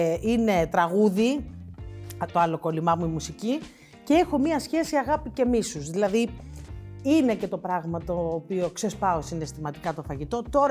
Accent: Central Greece, Greece; διατροφικά μεγάλωσα στη Βιωτία

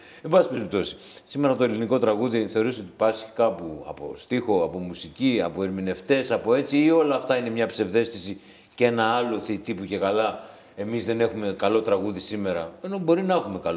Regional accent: Tripoli, Peloponnese, Greece; Εγώ είμαι από την Τρίπολη

